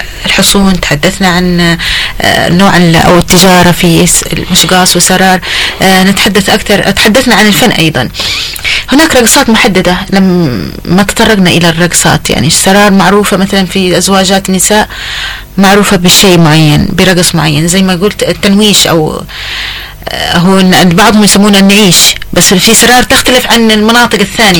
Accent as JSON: {"language": "Arabic", "region": "Hadhramaut", "country": "Yemen"}